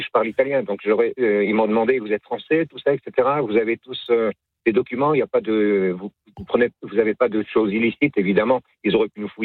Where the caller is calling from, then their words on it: La Seyne-sur-Mer, Provence-Alpes-Côte d'Azur, France; À côté de Toulon, à la Seyne-sur-Mer. À 3 km de Toulon.